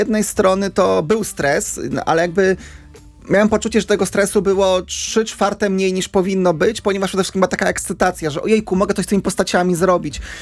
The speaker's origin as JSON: {"language": "Polish", "town": "Warsaw", "region": "Masovian Voivodeship", "country": "Poland", "said": "jestem z Warszawy"}